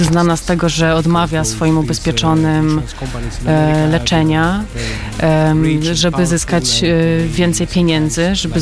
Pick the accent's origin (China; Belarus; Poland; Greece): Greece; Polish is a second language; jestem reżyserem teatralnym, pochodzę z Grecji, pracuję w Opolu nad spektaklem